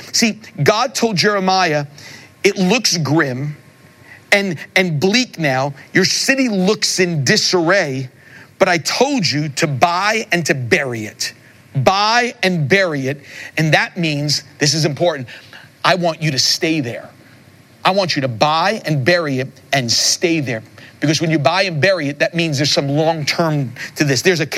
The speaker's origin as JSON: {"language": "English", "area": "Long Island", "region": "New York", "country": "United States", "tie": "born or raised there", "said": "I grew up in Long Island, New York"}